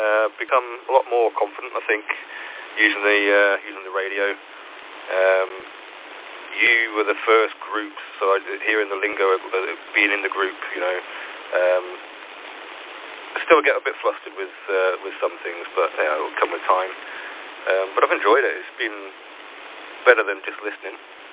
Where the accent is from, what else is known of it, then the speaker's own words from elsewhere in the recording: St Helens, North West England, United Kingdom; St. Helens, my hometown. Kind of a shame that I'm back here, really.